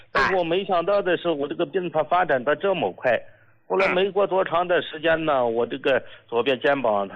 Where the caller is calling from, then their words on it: Shandong, China; 我家是山东的